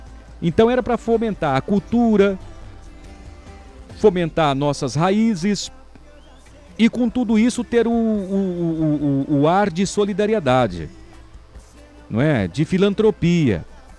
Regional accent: Brazil; nós que somos aqui do interior do Brasil, no coração do Brasil.

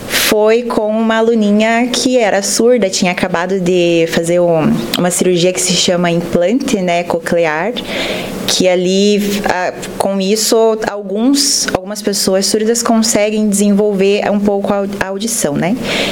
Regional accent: Mato Grosso do Sul, Brazil; moved away as an adult; now in Videira, Brazil; Eu sou do Mato Grosso do Sul, né? Sou sul-mato-grossense.

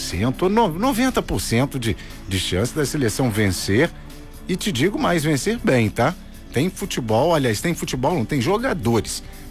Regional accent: Minas Gerais, Brazil

